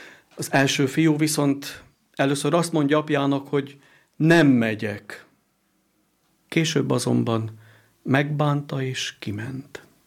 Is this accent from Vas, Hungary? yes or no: yes; Szeleste, Vas, Hungary; Egy kis faluban nőttem föl, Vas megyében, Szelestén, és a családomról azt lehet tudni, hogy anyai oldalról vallásos, hagyományos hívő család